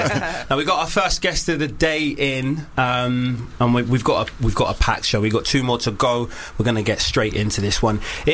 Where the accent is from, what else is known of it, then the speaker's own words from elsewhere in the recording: Hackney, London, United Kingdom; I'm from Hackney, so I can relate.